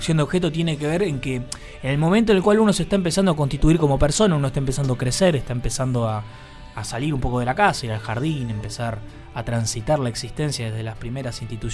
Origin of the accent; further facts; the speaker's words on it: Argentina; como somos los argentinos